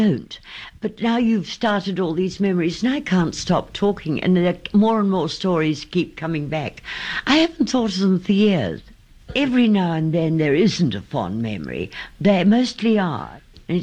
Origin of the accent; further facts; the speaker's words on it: Ireland; being Irish.